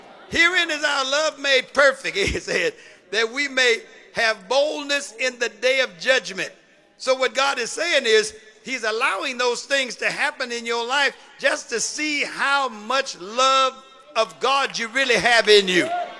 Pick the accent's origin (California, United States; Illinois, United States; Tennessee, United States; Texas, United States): California, United States; Oakland; I'm from West Oakland.